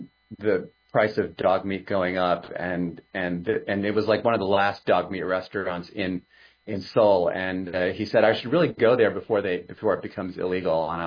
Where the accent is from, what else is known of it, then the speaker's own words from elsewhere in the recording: Germany; also born or lived in Austria; Well, because I grew up in Germany and Austria, I speak German. I haven't used my German for a while, so I sound like an American when I talk German